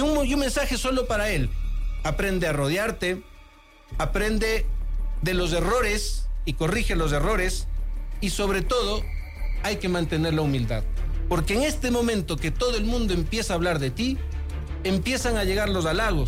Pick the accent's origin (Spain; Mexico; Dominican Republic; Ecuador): Ecuador